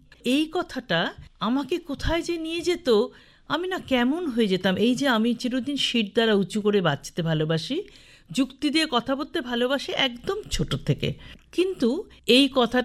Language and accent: Bangla; Siliguri, West Bengal, India; আমার জন্ম শিলিগুড়িতে 1960 সালে। আমার জ্ঞান হওয়ার পর থেকেই জেনেছি আর কি, আমি আমার দাদুর বাড়িতে থাকতাম। মা যখন ছোট্টবেলায় মারা যায় 1.5 বছর বয়সে, এই দাদু ভাইয়ের বাড়িতেই আমি ছোট থেকে বড় হয়েছি।